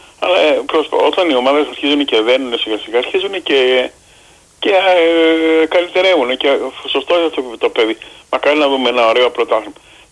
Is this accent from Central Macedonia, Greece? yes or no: no; Chania, Crete, Greece; Εγώ είμαι από Χανιά.